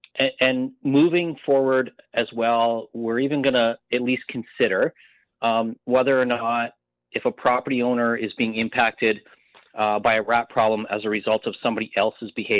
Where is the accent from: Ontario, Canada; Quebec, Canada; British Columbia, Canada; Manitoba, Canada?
Ontario, Canada; Wallaceburg; and I grew up in Wallaceburg down, you know, further towards the St. Clair River.